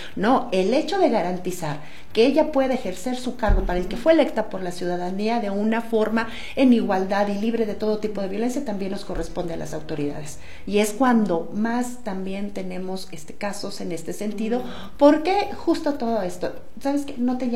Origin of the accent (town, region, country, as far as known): Mexico